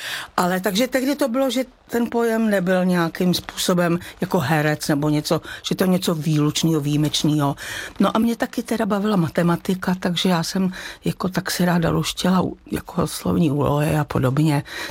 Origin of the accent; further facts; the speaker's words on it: Rakovník, Central Bohemian Region, Czechia; Tak já jsem vyrůstala v trošku jiné době a vyrůstala jsem vlastně částečně u babičky v Rakovníku